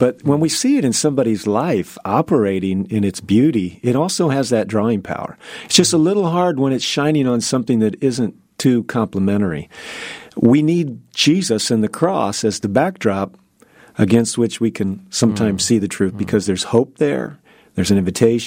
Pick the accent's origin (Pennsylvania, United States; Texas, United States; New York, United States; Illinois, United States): Illinois, United States; also born or lived in Indiana; now in Berrien Springs, Michigan, United States; Well, I'm from Illinois, thoroughly Midwestern, and a lot of time in Indiana and now Michigan.